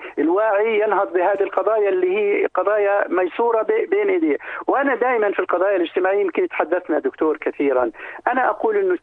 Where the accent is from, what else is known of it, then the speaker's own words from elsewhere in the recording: Jordan; وانا دائما بقول بنلوم دائما الدولة سواء عندنا في الأردن او غيرنا.